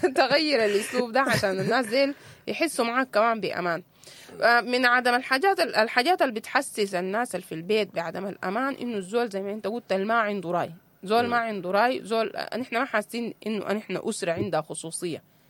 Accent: Sudan; احنا كمجتمعات سودانية

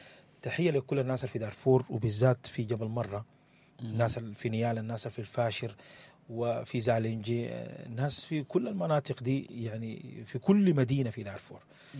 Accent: Sudan; لنا كسودانيين

